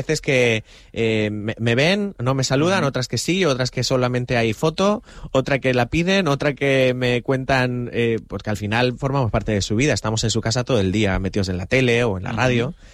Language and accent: Spanish; Region of Murcia, Spain; born there; Yo nací en Murcia.